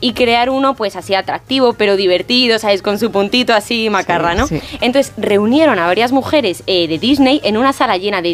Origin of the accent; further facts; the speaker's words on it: Castile and León, Spain; Y si soy salmantina.